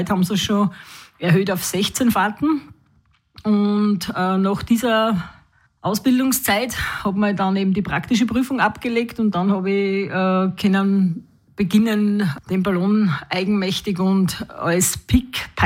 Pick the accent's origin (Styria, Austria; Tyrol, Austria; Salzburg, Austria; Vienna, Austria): Styria, Austria; Mariazell; Ich bin als Kind, also als Jugendlicher aufgewachsen in Maritzell neben einem Flugplatz